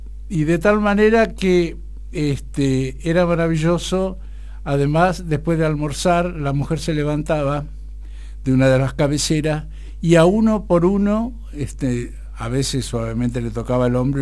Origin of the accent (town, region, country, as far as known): Pampas, Argentina